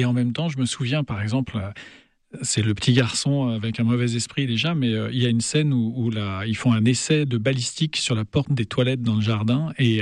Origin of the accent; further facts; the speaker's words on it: Nantes, Pays de la Loire, France; moi, j'ai grandi à Nantes, donc pas très loin de la Loire, et j'ai passé toutes mes vacances entre Nantes et Angers, dans un petit village qui s'appelle Chantosseau, qui est collé sur le bord de Loire.